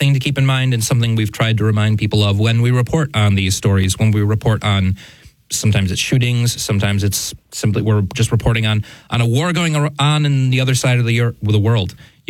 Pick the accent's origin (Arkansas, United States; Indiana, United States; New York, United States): New York, United States; And this ruling out of the People's Republic of New York, my home state, thankfully says